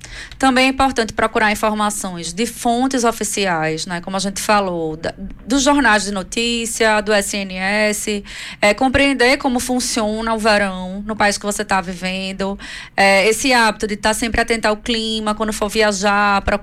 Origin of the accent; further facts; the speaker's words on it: Recife, Pernambuco, Brazil; moved away as an adult; now in Portugal; da minha cidade natal de Recife